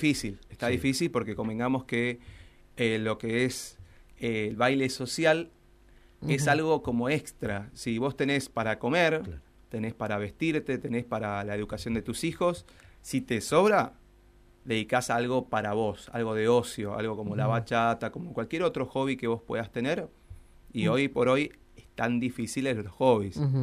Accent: Argentina; Pero bueno, dentro de todo sigo en mi actividad y le estamos remando, como todo argentino en este momento.

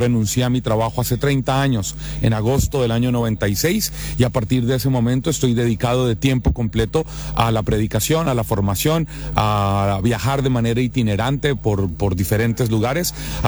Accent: Bogotá, Colombia; born there; yo soy colombiano, nacido en la capital de mi país, en la ciudad de Bogotá, casado desde el año 2004 con una cantautora de música católica chilena del sur de Chile, de la ciudad de Puerto Montt.

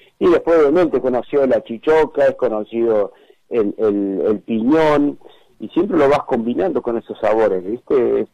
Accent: Córdoba, Argentina; now in Neuquén, Argentina

